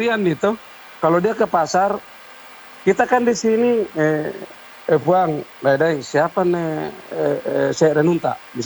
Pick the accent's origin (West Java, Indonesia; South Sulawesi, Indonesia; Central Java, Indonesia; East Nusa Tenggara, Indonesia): South Sulawesi, Indonesia; moved away; also born or lived in Papua; kalau kita orang Makassar itu, Bugis Makassar itu